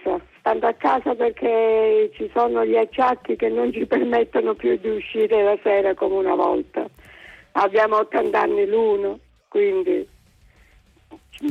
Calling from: Calabria, Italy; io calabrese

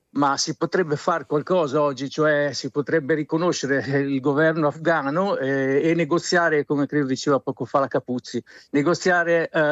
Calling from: Marche, Italy; chiamo dalla provincia di Pesaro.

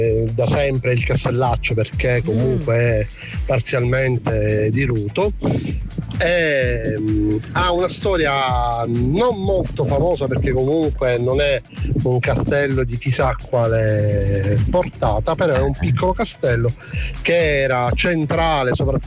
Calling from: San Martino delle Scale, Sicily, Italy; da San Martino delle Scale.

